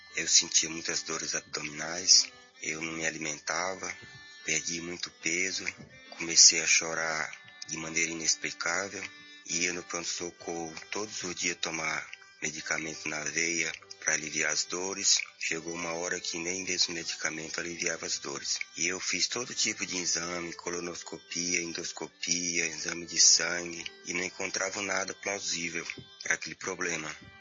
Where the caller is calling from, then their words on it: Carapicuíba, São Paulo, Brazil; sou aqui de Carapicuíba.